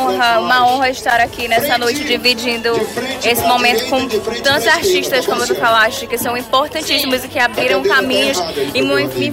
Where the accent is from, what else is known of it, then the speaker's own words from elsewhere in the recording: Cametá, Pará, Brazil; Eu, que sou uma pessoa que sou do interior do Pará, sou do interior de Cametá, cresci ouvindo brega.